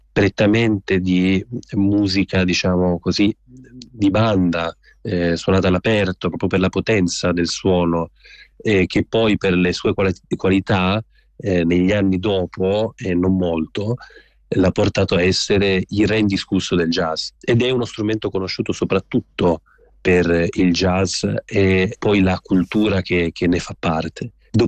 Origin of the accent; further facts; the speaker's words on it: Portoferraio, Tuscany, Italy; moved away as an adult; also born or lived in Livorno; now in Düsseldorf, Germany; Avevo circa 8 anni quando, grazie a mia madre, mi iscrissi alla banda del mio paese, Portoferraio, sull'Isola d'Elba